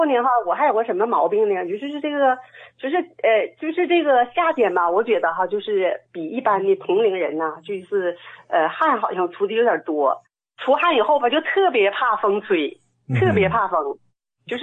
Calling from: Shenyang, Liaoning, China; 我是沈阳的患者。我是51年生人。

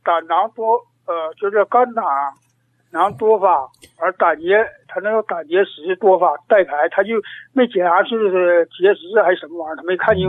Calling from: Dalian, Liaoning, China; 哎，我是大连的。

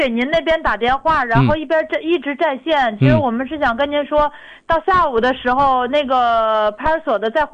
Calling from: Tianjin, China; 其实我也是天津人

